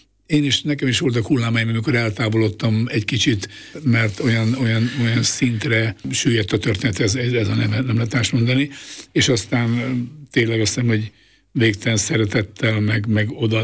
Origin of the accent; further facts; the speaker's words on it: Miskolc, Borsod-Abaúj-Zemplén, Hungary; én focit imádó családban nőttem föl. Eleven állok Vasgyárban, Miskolcon, ahol születtem